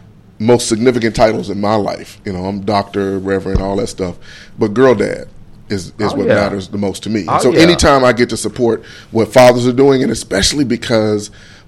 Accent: Pine Bluff, Arkansas, United States; I'm a kid from Pine Bluff.

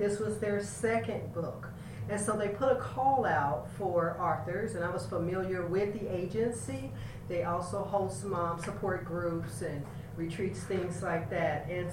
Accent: Kansas City, Missouri, United States; I am a Kansas City, Missouri native. And born and raised

